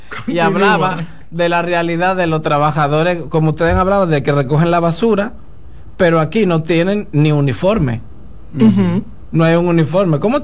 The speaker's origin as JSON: {"language": "Spanish", "country": "Dominican Republic", "said": "intento no maquillar mi realidad cultural, de que soy dominicano, cuál es la realidad de aquí"}